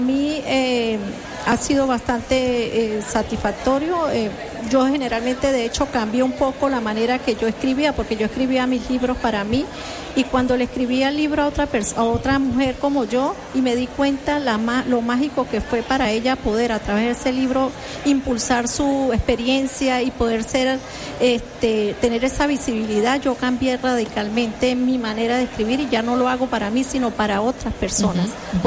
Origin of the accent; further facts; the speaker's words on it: Venezuela; moved away as an adult; now in Gijón, Spain; Yo soy venezolana.